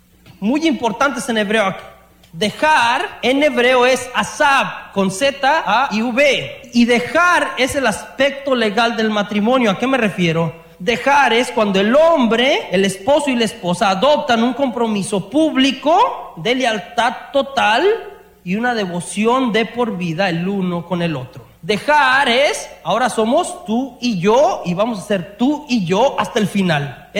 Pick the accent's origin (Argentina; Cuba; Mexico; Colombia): Mexico; now in United States; Tenemos un mal, muchos de los que venimos de México, venimos por el sueño americano.